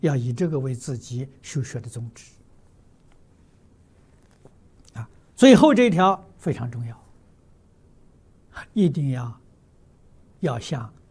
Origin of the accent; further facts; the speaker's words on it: China; 释迦牟尼，那个佛就是圣人，我们中国人称圣人，印度人称佛